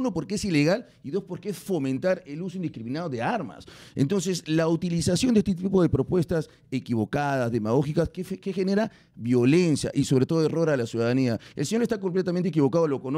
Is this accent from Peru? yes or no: yes; Lima, Peru; Soy vecino limeño